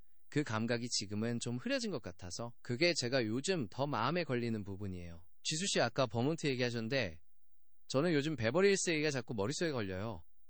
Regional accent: South Korea; moved away; 그런데 저는 솔직히 처음엔 경찰이 더 무서웠어요. 한국에서 왔으니까 영어도 짧고.

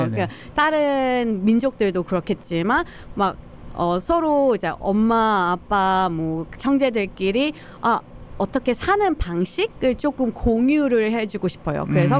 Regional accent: South Korea; also born or lived in Toronto, Canada; 아기 때 한국을 갔어요. 그래서 그 과정을 반복을 하면서 저는 2세도 아니고 1.5세도 아니고 되게 저의 정체성에 대한 고민을 정말 많이 했단 말이에요.

